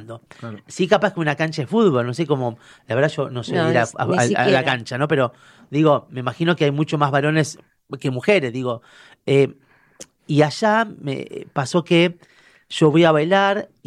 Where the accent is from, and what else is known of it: Argentina